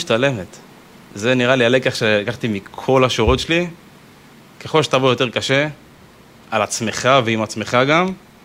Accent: Haifa, Haifa District, Israel; moved away as an adult; now in Central Israel; אני בן 26, מחיפה, במקור. עברתי למרכז לשנה האחרונה.

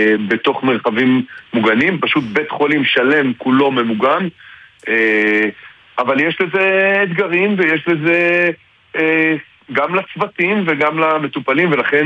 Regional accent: Tel Aviv, Tel Aviv District, Israel; now in Hila, Israel; אני במקור מהמרכז, אני במקור מתל אביב.

